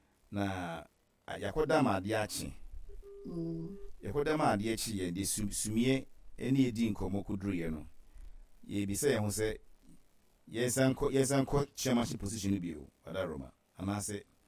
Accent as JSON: {"language": "English", "country": "Ghana", "said": "In fact, today, let me know because I'm from Ghana."}